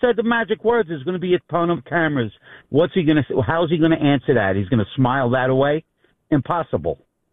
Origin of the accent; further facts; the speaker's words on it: Queens, New York, United States; I grew up in Queens. A lot of friends that got killed.